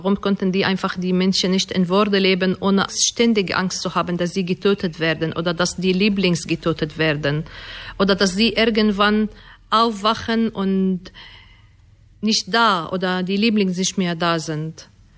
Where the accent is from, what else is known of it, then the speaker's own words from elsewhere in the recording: Egypt; German is a second language; now in Germany; ich komme aus Ägypten